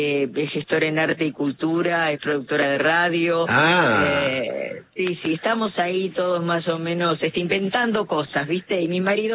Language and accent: Spanish; Buenos Aires, Argentina; nací en la ciudad de Buenos Aires, y los primeros años, hasta los 9 años, vivíamos con mi mami y con mi papá en la casa con mis abuelos